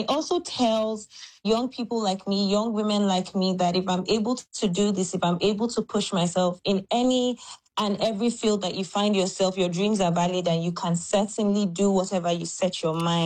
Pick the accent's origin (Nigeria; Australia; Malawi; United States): Nigeria; They all have their unique taste and they bring their unique flavors, but I believe as a Nigerian chef that ours is the best.